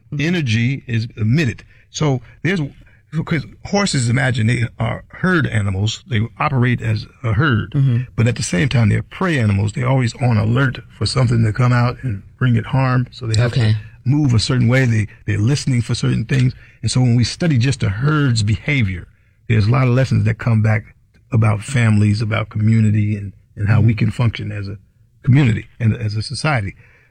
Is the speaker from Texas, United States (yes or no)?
no; New York, United States; I had this dream coming up growing up in New York in Hudson Valley